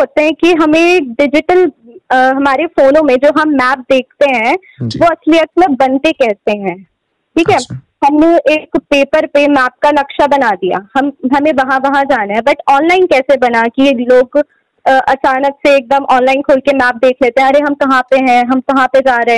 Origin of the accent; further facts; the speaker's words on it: Rampur, Uttar Pradesh, India; और मैं रामपुर से हूँ।